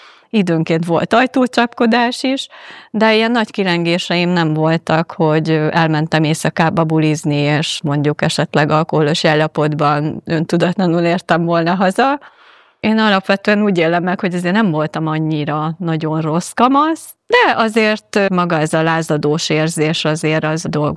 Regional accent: Nyíregyháza, Szabolcs-Szatmár-Bereg, Hungary; moved away as an adult; now in Budapest, Hungary; Én kamaszkoromat vidéken töltöttem. Én Nyíregyházáról származom, és ott éltem meg ezt az időszakot, 23 éves voltam, amikor Budapestre költöztem.

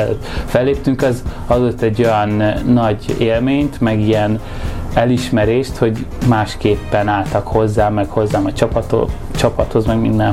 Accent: Budapest, Hungary; 13 éves voltam, Kőbányán nőttem fel a Pongrász telepen

